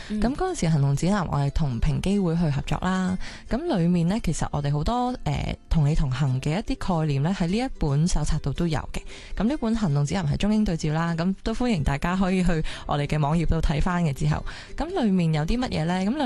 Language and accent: Cantonese; Hong Kong; 我自己就是一个亚洲女性，我是一个香港人，我懂得讲广东话。